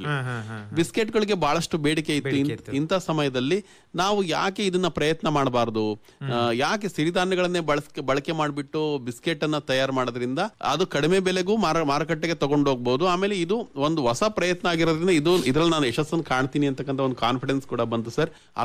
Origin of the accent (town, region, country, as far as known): Davanagere district, Karnataka, India